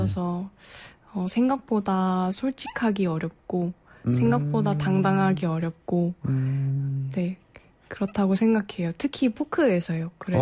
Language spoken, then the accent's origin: Korean; Anseong, Gyeonggi Province, South Korea; 네, 안성에서 왔습니다.